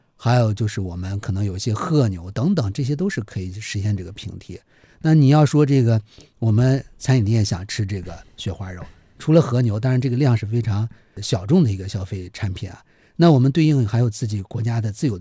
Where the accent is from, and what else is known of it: China